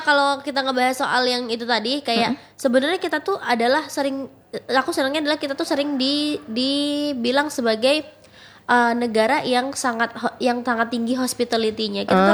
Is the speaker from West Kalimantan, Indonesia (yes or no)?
no; East Java, Indonesia; Aku Jawa deh, aku Jawa Timur sama Jawa Timur. Berarti enggak blaster.